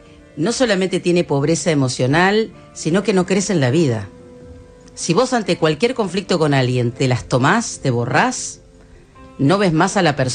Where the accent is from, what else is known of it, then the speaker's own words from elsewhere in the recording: Argentina; Soy argentino y pertenezco a esta gente